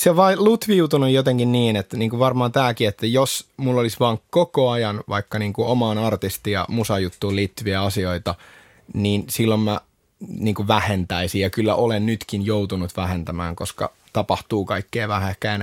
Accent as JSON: {"language": "Finnish", "town": "Vaasa", "region": "Ostrobothnia", "country": "Finland", "tie": "born or raised there", "also_born_or_lived": "Mustasaari", "moved": "yes", "said": "mä oon Vaasasta alun perin"}